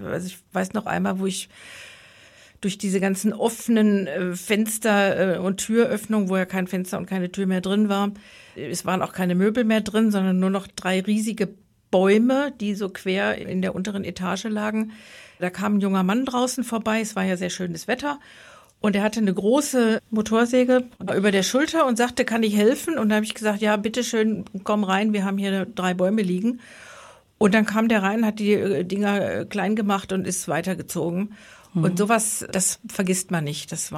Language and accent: German; North Rhine-Westphalia, Germany; born there; now in Eisenach, Germany; Ich bin nicht gebürtig aus Tübingen, sondern aus dem Ruhrgebiet. Da lege ich auch allergrößten Wert drauf